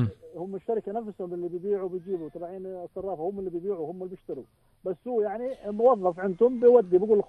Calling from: Jordan; عندنا بالاردن

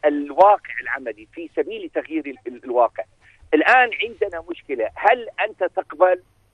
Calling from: United Kingdom; شوف سيدي أنا أتحدثك الآن من بريطانيا.

